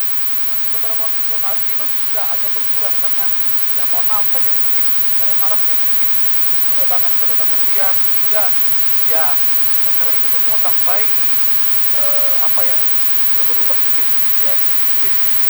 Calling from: Palolo, Sigi, Central Sulawesi, Indonesia; saya mencintai akan daerah saya di Fiji, karena saya orang Fiji, orang Palolo saya.

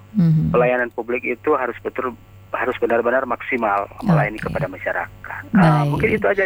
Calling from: Manado, North Sulawesi, Indonesia; Tapi kalau aku dari Manado enggak apa-apa kan?

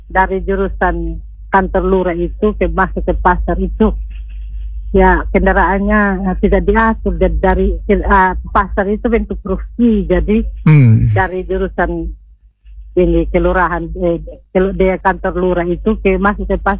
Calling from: Amanatun Selatan, East Nusa Tenggara, Indonesia; Kesun, di kampung saya di Kecamatan Amunatun Selatul. Masih hujan, Kesun.

